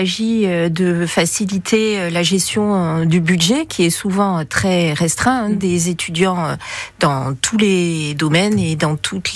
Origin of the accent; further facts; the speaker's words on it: Quebec, Canada; moi pour ma part, comme je suis québécoise, je savais pas que mon personnage avait existé vraiment.